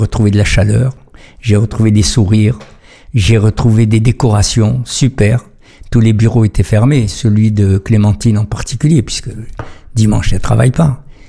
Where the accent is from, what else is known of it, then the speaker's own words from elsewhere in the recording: France; Je suis française et juive.